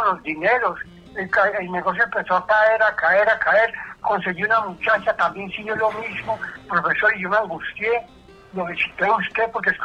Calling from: Villeta, Cundinamarca, Colombia; Villeta, Cundinamarca, profesor.

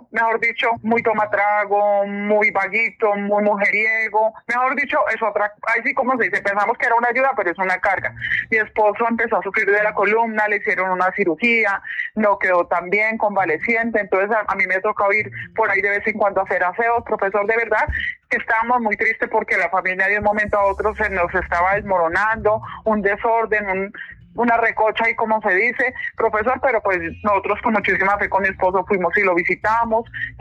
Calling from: Puerto Nare, Antioquia, Colombia; Yo estoy llamando aquí de Puerto Nari, Antioquia.

